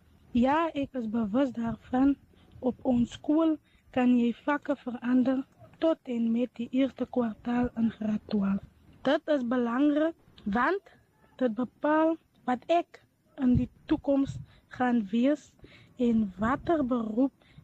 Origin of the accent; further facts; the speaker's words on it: Victoria West, Northern Cape, South Africa; Ek is van Victoria West. Ek is 'n graad 9 leerder by Victoria West Hoërskool.